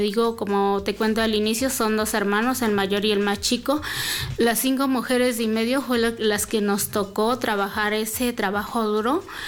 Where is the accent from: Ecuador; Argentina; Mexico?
Mexico; yo soy de mi municipio es Atezcal, mi localidad es San Lucas de Teletitlán.